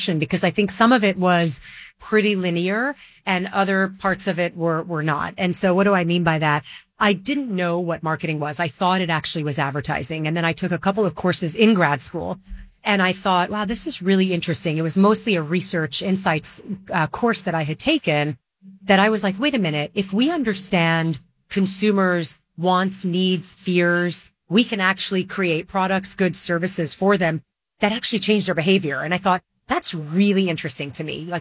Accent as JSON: {"language": "English", "region": "Dubai", "country": "United Arab Emirates", "tie": "born or raised there", "lives_now": "New York, United States", "said": "I'm originally Lebanese. I grew up in the Middle East in Dubai back when nobody really knew what the UAE was. And then my family immigrated to the U.S. And so now I live in New York with my husband and my daughter."}